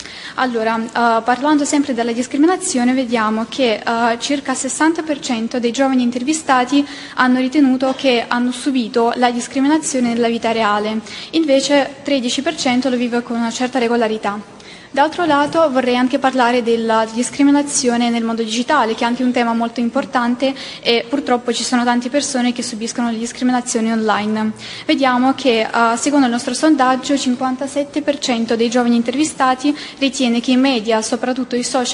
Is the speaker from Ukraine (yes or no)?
yes; Ukraine; Italian is a second language; now in Naples, Italy; ho 19 anni e sono ucraina, vivo in Italia ormai da 4 anni e per il momento abito a Napoli